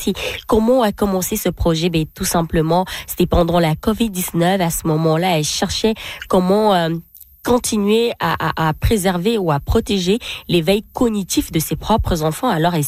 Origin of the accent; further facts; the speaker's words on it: Cameroon; moved away; chez nous au Cameroun